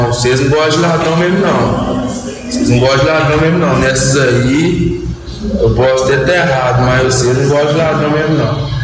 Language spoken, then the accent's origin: Portuguese; Belo Oriente, Minas Gerais, Brazil; Não, eu sou de Belo Oriente.